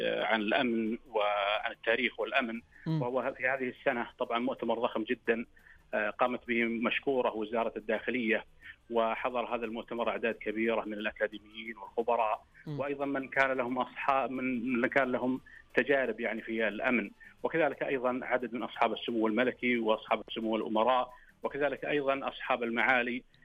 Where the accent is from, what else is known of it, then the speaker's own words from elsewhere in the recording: Saudi Arabia; في بلدنا المملكة العربية السعودية